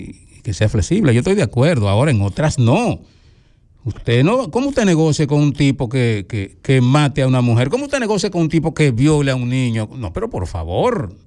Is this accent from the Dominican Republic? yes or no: yes; Dominican Republic; cómo somos los dominicanos machistas.